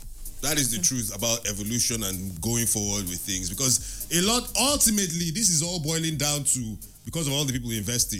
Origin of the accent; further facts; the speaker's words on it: Nigeria; We like to justify.